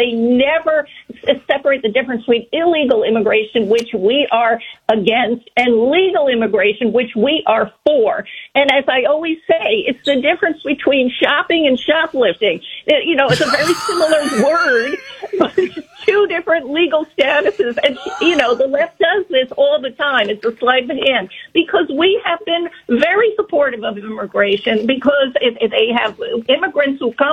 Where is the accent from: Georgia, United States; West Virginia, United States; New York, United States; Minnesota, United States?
New York, United States; I know that because I'm from New York, and I've visited every year upstate New York